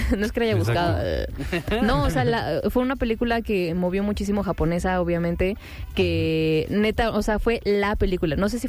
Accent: England, United Kingdom; Ay, soy inglesa, I'm sorry.

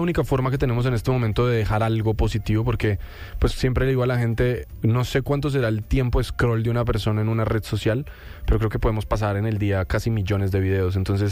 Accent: Colombia

